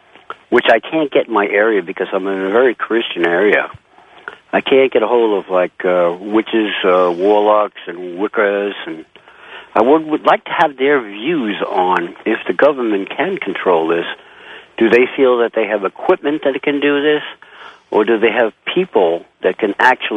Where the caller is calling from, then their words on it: New York, United States; Oh, I'd like to say, first of all, good morning, because I'm from New York.